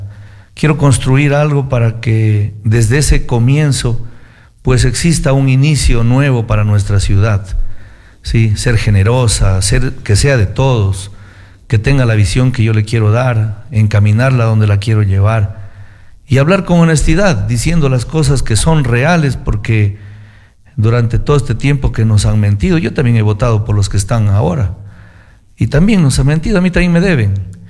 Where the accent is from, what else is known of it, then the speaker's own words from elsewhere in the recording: Catamayo, Loja, Ecuador; born there; ser catamayense, a la gente que amamos nuestra tierra, pues nos place ser de ahí. A mí me hace feliz ser tomeño. Yo nací ahí